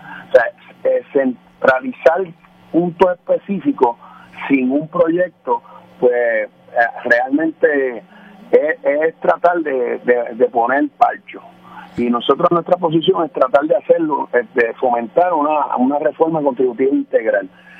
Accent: Caguas, Puerto Rico; Yo soy de Caguas.

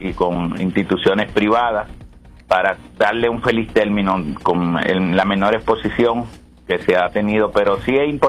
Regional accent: Dominican Republic; moved away; para nosotros como migrantes en sentido general y como dominicanos en particular

